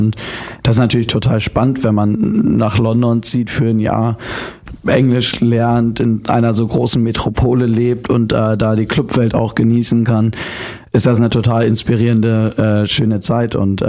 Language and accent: German; Hamburg, Germany; born there; now in Mecklenburg-Vorpommern, Germany; Ich bin in Hamburg geboren, aber wohne in MacPom. Direkt quasi am Meer.